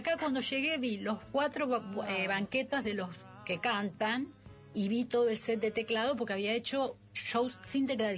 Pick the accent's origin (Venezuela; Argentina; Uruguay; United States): Argentina; vine especialmente desde Argentina para escuchar.